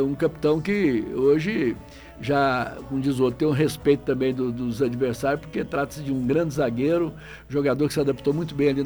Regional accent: Brazil; nós somos brasileiros, somos realmente bairristas, somos apaixonados por essa pátria

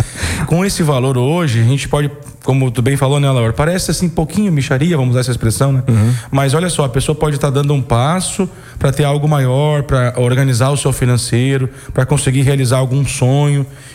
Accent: Rio Grande do Sul, Brazil; como eu sou lá do Rio Grande do Sul

